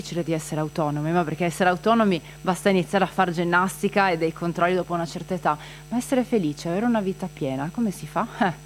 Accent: Friuli-Venezia Giulia, Italy; Ma noi siamo un po' strani perché siamo in Venezia Giulia, ma sì, siamo anche friulani.

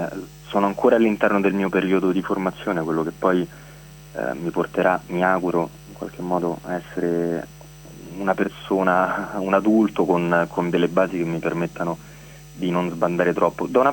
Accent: Rome, Lazio, Italy; da romano alcuni funzionamenti di questa città li ho talmente tanto assorbiti che neanche li riconosco più.

